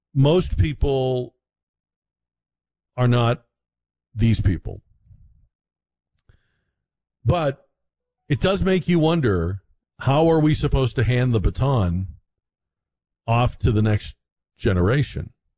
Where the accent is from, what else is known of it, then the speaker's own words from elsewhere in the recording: New England, United States; I grew up in New England, as you may know, and spent some time in Maine